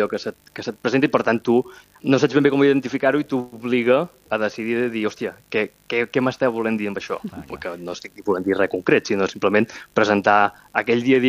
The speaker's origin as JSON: {"language": "Catalan", "town": "Mataró", "region": "Catalonia", "country": "Spain", "tie": "born or raised there", "said": "i jo que sóc de Mataró i he mamat pirotècnia des de ben petit"}